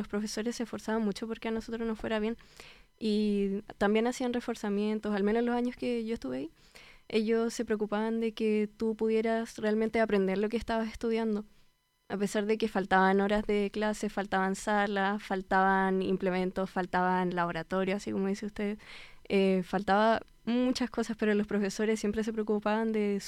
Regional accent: Osorno, Los Lagos, Chile; Bueno, yo he sido de Osorno toda la vida.

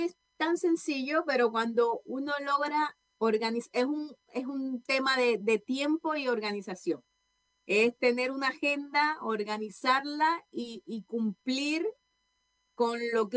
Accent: Cuba; moved away as an adult; now in Chile; yo soy cubana.

